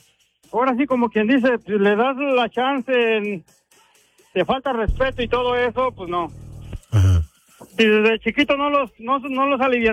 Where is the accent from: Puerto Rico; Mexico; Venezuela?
Mexico; Mexico City; No, yo no soy importante, yo nomás soy Chilango y es todo.